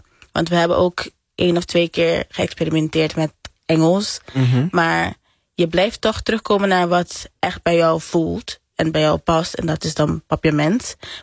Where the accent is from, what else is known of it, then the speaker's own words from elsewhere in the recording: Curaçao; first language Papiamento; Dutch is a second language; now in Netherlands; We komen uit Curaçao, we wonen in Nederland, dus je spreekt de hele dag bijna alleen Nederlands misschien.